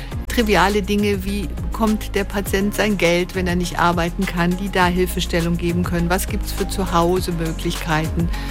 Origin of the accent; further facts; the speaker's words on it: Rhineland, Germany; Dann wünsche ich mir als Rheinländerin